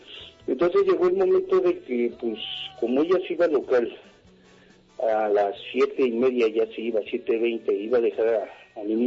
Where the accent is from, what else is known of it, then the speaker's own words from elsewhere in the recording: Naucalpan de Juárez, State of Mexico, Mexico; Yo soy de Naucalpan de Juárez.